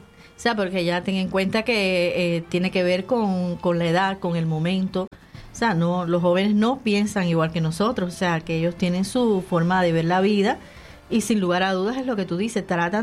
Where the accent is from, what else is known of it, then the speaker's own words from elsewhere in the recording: Cuba; moved away; soy cubana.